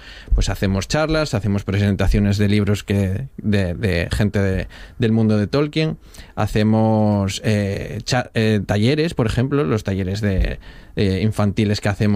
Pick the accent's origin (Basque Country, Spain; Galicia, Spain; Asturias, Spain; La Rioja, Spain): Asturias, Spain; Avilés; Yo además soy de Avilés